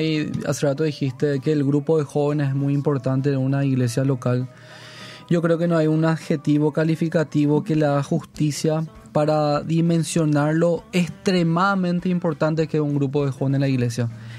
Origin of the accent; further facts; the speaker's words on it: Paraguay; como latinos, como paraguayos